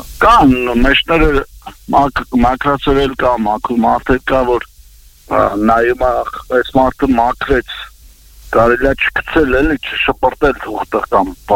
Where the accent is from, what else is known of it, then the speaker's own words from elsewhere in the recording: Artashat, Ararat, Armenia; Ուրեմ, մեր Արտաշատից էլ, քանի որ Արտաշատից եմ